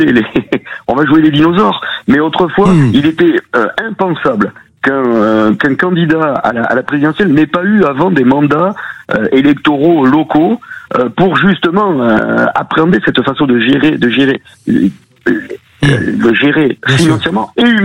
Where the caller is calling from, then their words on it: Nouvelle-Aquitaine, France; Au Laurent, dans le Béarn.